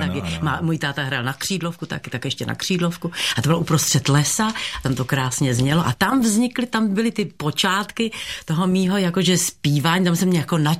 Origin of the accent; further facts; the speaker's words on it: Prague, Czechia; also born or lived in Jílové u Prahy; Narodila jsem se v Praze, jsem čistokrevná Pražka. Narodila jsem se na Národní třídě 7, číslo 7, kde je kavárna.